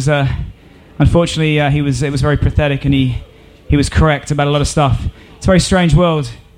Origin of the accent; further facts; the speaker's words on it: Suffolk, East of England, United Kingdom; we're from Suffolk